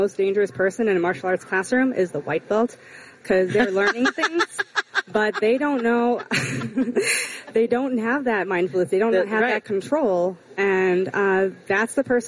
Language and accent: English; Bolingbrook, Illinois, United States; born or raised there; moved away as an adult